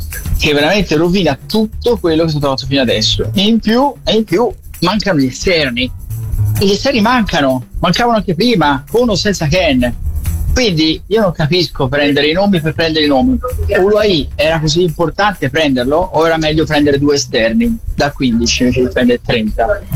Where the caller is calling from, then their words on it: Brescia, Lombardy, Italy; Ciao, sono da Brescia.